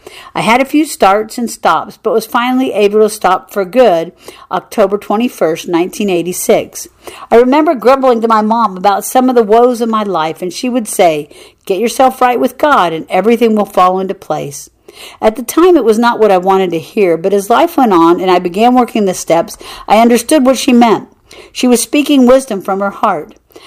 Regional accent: Canadian Prairies, Canada; I was raised on the Canadian prairie, so I often make the analogy of my mother's sobriety being like fresh tracks after a snowfall.

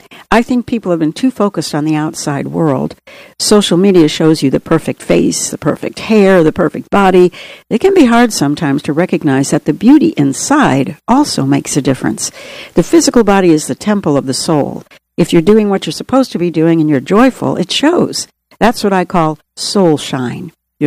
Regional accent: Boston, Massachusetts, United States; I was raised in Boston in an Irish Catholic Italian family, and I recognized I was very intuitive.

